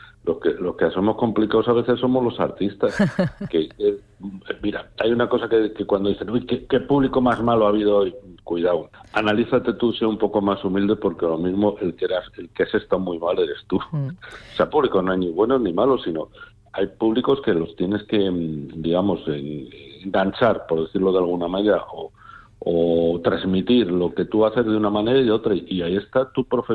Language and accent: Spanish; Zamora, Castile and León, Spain; also born or lived in Peñaranda de Bracamonte, Salamanca; now in Coimbra, Portugal; Yo obviamente me identifico con lo que tú me estás diciendo, de Peñaranda, Zamora, ahora Coimbra, pero... como yo digo, yo no soy ni español ni portugués, soy ibérico, en plan de broma, europeo.